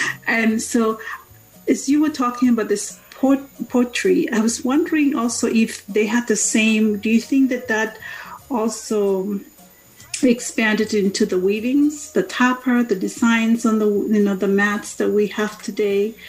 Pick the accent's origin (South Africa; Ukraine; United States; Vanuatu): Vanuatu; and then obviously even I'm from Vanuatu